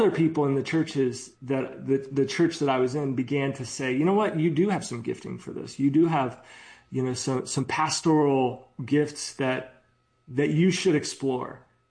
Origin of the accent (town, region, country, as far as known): Maryland, United States; born or raised there